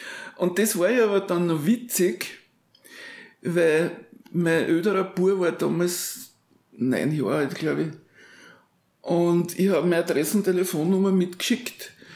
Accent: Burgenland, Austria; Und ich bin im Burgenland aufgewachsen, also ich habe damals einen ganz anderen Dialekt geredet als heute, ja?

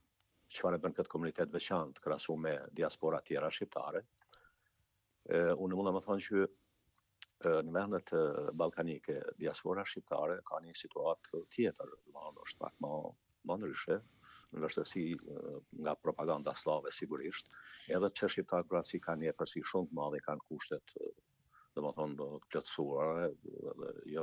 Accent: Deçan, Peja District, Kosovo; nga Komuna Deçanit

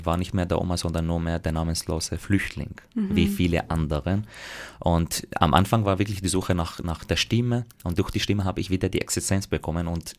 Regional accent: Damascus, Damascus Governorate, Syria; also born or lived in Graz / Vienna; now in Austria; Ja, ich lebe in Österreich, das bezeichne ich auch als meine Heimat, aber ich bin halt in Syrien, in Damaskus geboren und aufgewachsen.

